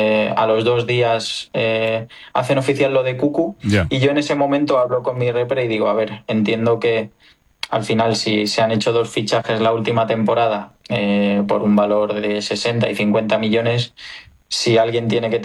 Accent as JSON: {"language": "Spanish", "country": "Spain"}